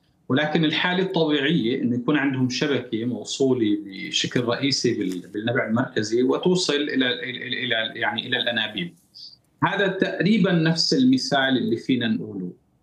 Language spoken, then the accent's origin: Arabic; Syria; فاذا نحن محتاجين اشياء من قبلنا نفسنا كسوريين